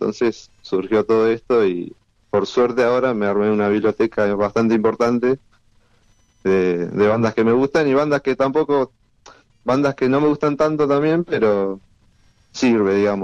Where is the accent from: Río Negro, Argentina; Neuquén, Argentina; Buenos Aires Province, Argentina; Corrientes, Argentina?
Río Negro, Argentina; Viedma; soy de Viedma, de Río Negro